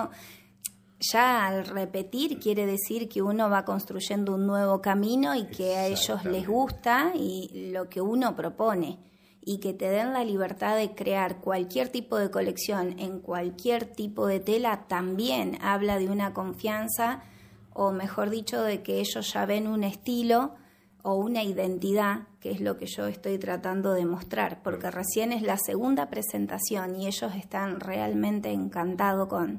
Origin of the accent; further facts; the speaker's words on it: Ramallo, Buenos Aires Province, Argentina; del pueblo donde vivo, donde me crié